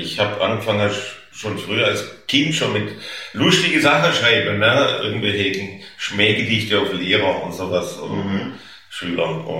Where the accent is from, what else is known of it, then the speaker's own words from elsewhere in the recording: Stuttgart, Baden-Württemberg, Germany; accent: Swabian; ja, ich komme aus Stuttgart, spreche aber Oxford-Schwäbisch, und da haben wir schon mal einen Lacher.